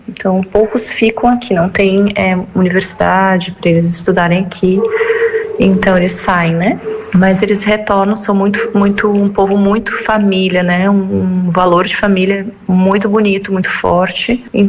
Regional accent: Brazil; moved away; Eu que vim do Brasil, então a gente vê muitas realidades diferentes, mentalidades do Oriente, né?

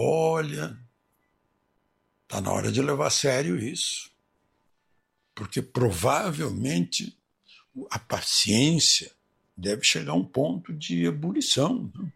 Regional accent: Brazil

